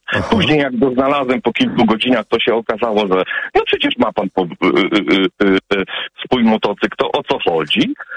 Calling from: Bydgoszcz, Kuyavian-Pomeranian Voivodeship, Poland; Mieszkam w Bydgoszczy, na osiedlu Błonie

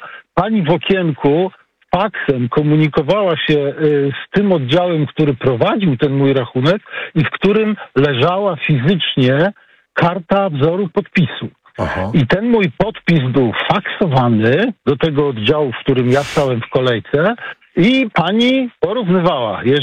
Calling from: Warsaw, Masovian Voivodeship, Poland; z Warszawy.

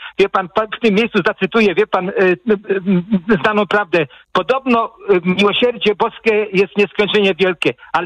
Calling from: Płock, Masovian Voivodeship, Poland; Ja jestem z Płocka

